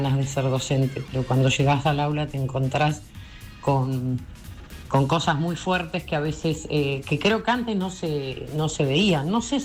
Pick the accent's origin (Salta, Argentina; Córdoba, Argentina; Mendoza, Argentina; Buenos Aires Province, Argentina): Buenos Aires Province, Argentina; Villalonga; moved away as an adult; now in Bahía Blanca, Argentina; Venía del campo a hacer al pueblo, yo soy de Villalonga. Ajá. Y hasta hace 2 años que estoy viviendo acá en Bahía Blanca. Viví en Villalonga 42 años.